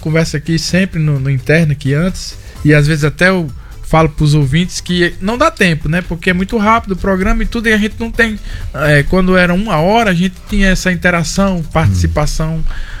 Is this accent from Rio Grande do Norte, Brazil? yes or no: yes; Mossoró, Rio Grande do Norte, Brazil; Eu sou da Estrada Raiz. Então, lá de nós, na Estrada Raiz, a área de Santa Helena.